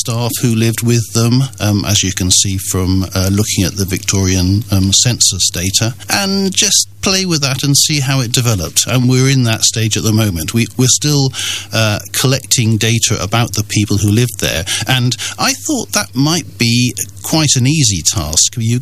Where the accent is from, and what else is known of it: Cheltenham, South West England, United Kingdom; born there